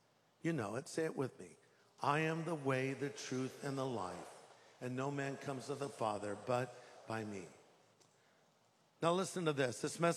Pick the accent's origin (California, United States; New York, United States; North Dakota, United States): California, United States; He's a great fisherman and outdoorsman. I'm not. I'm from California.